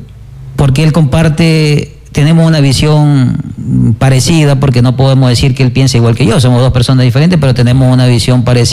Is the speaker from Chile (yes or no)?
no; La Libertad, Santa Elena, Ecuador; Es un hombre libertense, un emprendedor, que gracias a la oportunidad que me ha dado mi querida ciudad y la provincia he podido desarrollarme como emprendedor